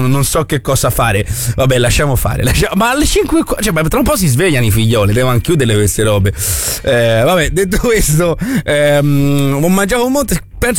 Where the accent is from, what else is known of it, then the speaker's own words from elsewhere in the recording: Campi Bisenzio, Tuscany, Italy; Io tifo Fiorentina perché sono di Campi Bisenzio